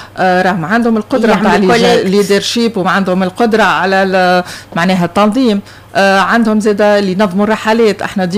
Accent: Tunisia; عندنا في تونس

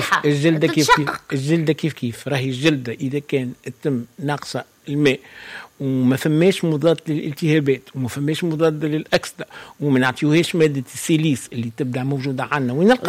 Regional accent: Tunisia; وعندنا في تونس

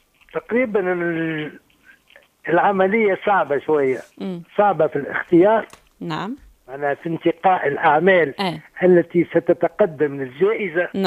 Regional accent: Tunisia; أنا بلدي تونس يعني بالنسبة لي أموال هي أموال الشعب التونسي.

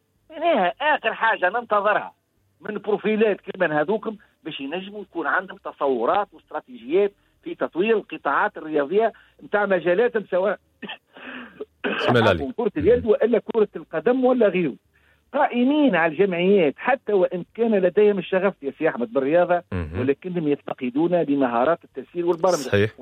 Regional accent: Tunisia; أنا كتونسي

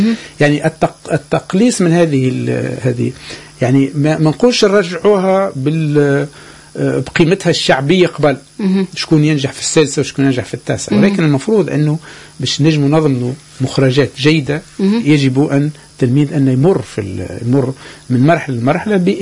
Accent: Tunisia; عندنا في تونس

